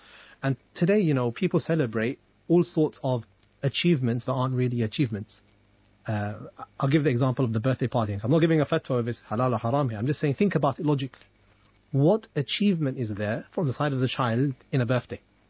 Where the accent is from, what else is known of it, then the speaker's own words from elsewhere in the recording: London, United Kingdom; accent: South London; I'm from South London. We don't say the TH, we say South.